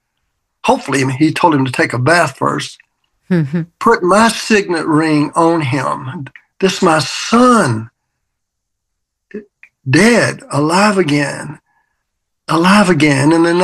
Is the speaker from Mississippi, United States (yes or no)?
yes; Mississippi, United States; I mean, I grew up in the Mississippi in the era of total racism. Fought it as even a young teenager.